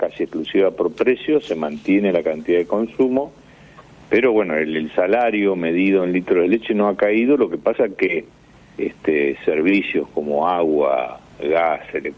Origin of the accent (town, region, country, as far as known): Argentina